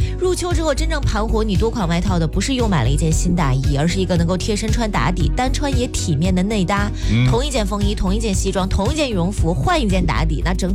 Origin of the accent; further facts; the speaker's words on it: China; 我们中国人一直都觉得说太有企图心，因为我们讲究中庸嘛